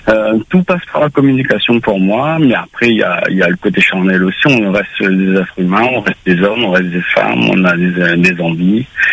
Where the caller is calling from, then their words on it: Saint-Pierre, Réunion; Je vous appelle de Saint-Pierre, du Sud.